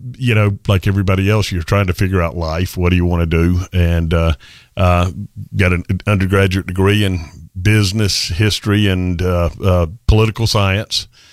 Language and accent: English; Port St. Joe, Florida, United States; But, I grew up here. I was born and raised in Port St. Joe, Florida. I'm here. I didn't just get here. I've been here the whole time.